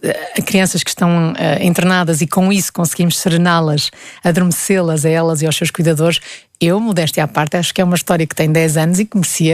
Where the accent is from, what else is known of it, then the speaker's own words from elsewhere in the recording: Portugal; Nossa enquanto portugueses também